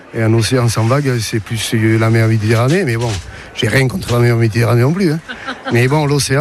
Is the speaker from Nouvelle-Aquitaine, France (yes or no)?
yes; Saint-Martin-de-Seignanx, Nouvelle-Aquitaine, France; j'ai 68 ans et je suis de Saint-Martin-de-Seignanx.